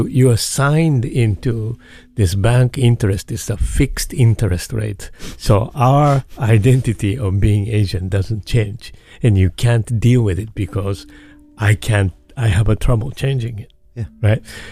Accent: Japan; now in Chicago, United States; I'm already spending more than half of my life in Chicago and I still have my parents in Japan

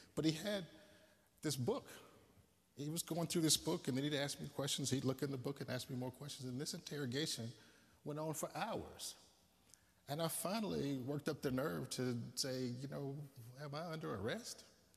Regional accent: Mississippi, United States; I mean, I thought it was bizarre, but I grew up black in Mississippi, and so you get used to the bizarre.

